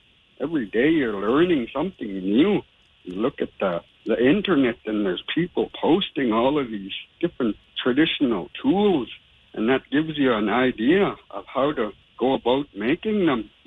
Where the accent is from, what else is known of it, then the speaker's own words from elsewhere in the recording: Tuktoyaktuk, Northwest Territories, Canada; moved away as an adult; now in Inuvik, Canada; I live here in Inuvik. I'm originally from Tuktoyaktuk, but I moved here 20 years ago and I've never went back to Tuk pretty much. Just stayed around Inuvik.